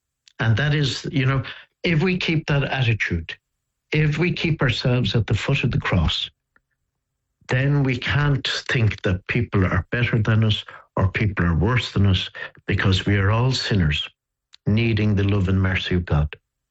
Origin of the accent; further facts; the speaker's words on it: Dublin, Leinster, Ireland; a brother, Oliver, was a Passionist brother when I was growing up in Dublin